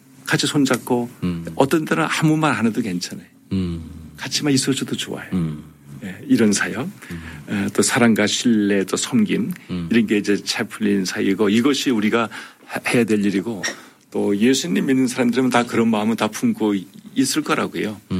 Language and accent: Korean; South Korea; now in United States; 우리 한인들이 우리 대한민국 사람으로서 미국 살면서 한인들의 위상을 높여주고